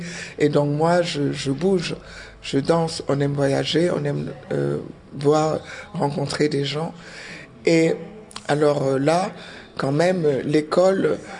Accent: Senegal; also born or lived in Benin; Je suis née au Bénin et j'ai grandi au Sénégal.

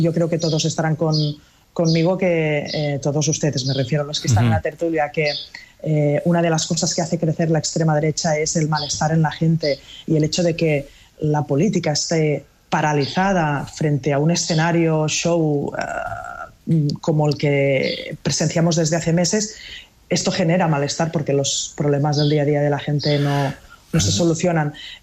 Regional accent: Catalonia, Spain; Spanish is a second language; somos catalanes independentistas

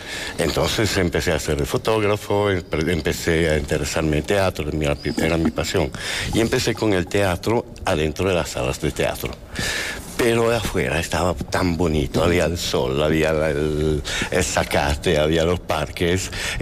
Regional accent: Turin, Piedmont, Italy; Spanish is a second language; De Torino, en Italia.

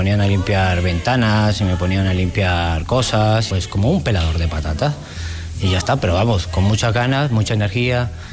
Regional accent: Venezuela; moved away as an adult; now in Ávila, Spain; tengo 43 años, soy nacido en Venezuela. Y tengo desde el año 2003 en esta ciudad de Ávila, que es como mi ciudad, mi segunda ciudad natal.

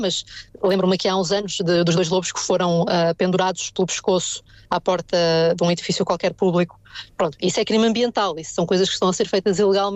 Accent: Portugal

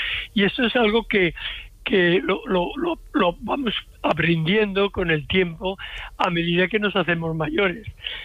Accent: Seville, Andalusia, Spain; born there

